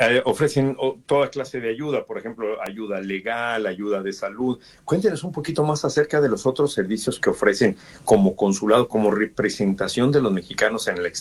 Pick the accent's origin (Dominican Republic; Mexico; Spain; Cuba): Mexico; yo como mexicano, ¿qué ayuda puedo tener en determinados casos